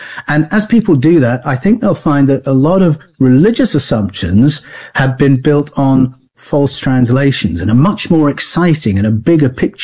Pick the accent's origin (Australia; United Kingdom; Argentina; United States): Australia; He is an Italian agnostic. I'm an Australian.